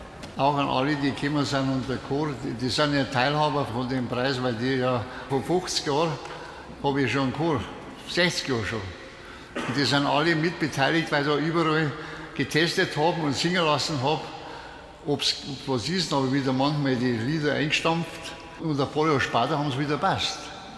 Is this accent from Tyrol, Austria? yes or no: yes; Tyrol, Austria; Ich selber stamme ja aus dem Tirolischen.